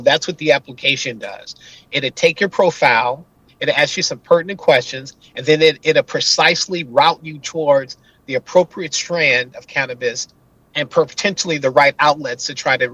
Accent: Oakland, California, United States; I grew up in the Bay Area in Oakland

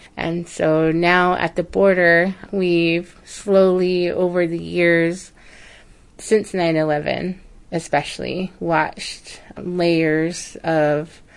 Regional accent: Arizona, United States; now in Tucson, United States; I come from the Thonotham Nation. And … Translated, that means Milky Way Light. And I'm a member of the Thonotham Nation

